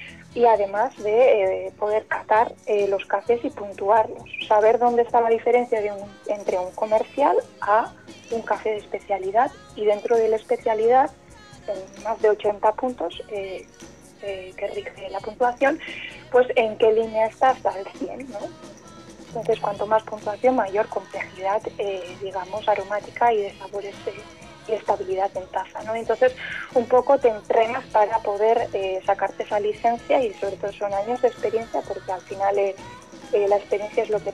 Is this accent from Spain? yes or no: yes; Vitoria-Gasteiz, Basque Country, Spain; moved away as an adult; also born or lived in Vancouver, Canada; Y posteriormente decidí volver a mis raíces, ¿no? A Vitoria, donde actualmente soy copropietaria en Dry Coffee Roaster